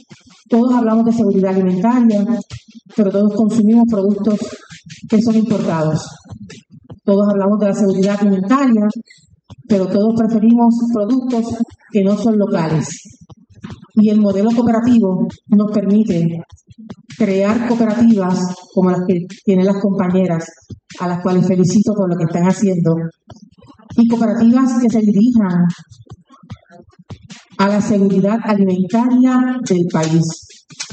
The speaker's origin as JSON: {"language": "Spanish", "country": "Puerto Rico"}